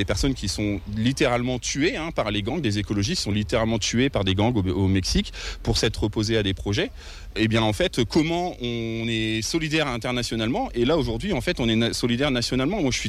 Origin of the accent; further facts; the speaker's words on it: Oisy-le-Verger, Hauts-de-France, France; also born or lived in Douai; je suis né à Douai, mais j'ai fait de 6 ans à 22 ans Oisil-le-Verger, j'ai habité ici, donc je connais bien, c'est ma coin, comme on dit.